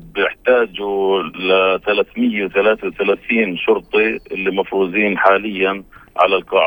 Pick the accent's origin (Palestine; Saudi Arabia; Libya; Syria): Palestine